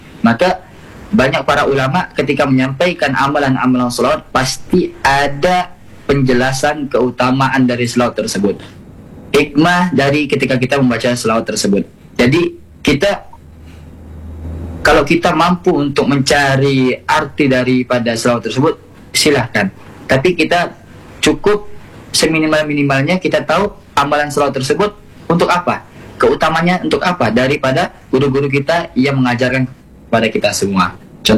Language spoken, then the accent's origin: Indonesian; Pontianak, West Kalimantan, Indonesia; saya juga bukan orang Arab, saya juga orang Sungai Jawi ya.